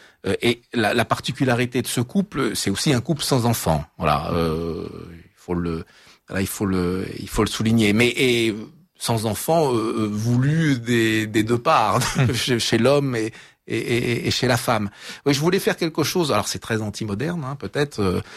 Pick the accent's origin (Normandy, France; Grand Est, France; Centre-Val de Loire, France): Centre-Val de Loire, France; Bourges; now in Paris, France; Moi, je suis un petit berrichon, un berruyer. Je suis né à Bourges.